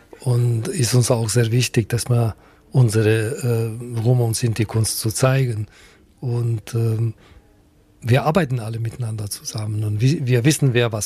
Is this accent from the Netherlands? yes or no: no; North Macedonia; born or raised there; now in Germany